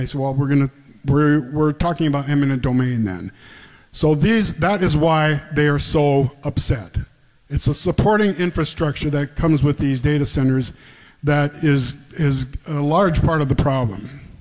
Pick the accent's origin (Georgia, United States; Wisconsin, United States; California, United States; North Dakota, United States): North Dakota, United States; And I am from Dickey County, which is Ellendale is the county seat. I go down and visit my parents every weekend.